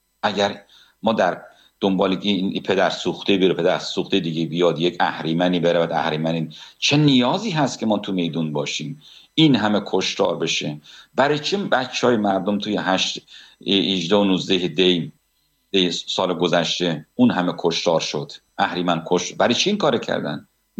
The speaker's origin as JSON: {"language": "Persian", "country": "Iran", "tie": "born there", "said": "من زاده اونجا هستم، پارسی سخن میگم"}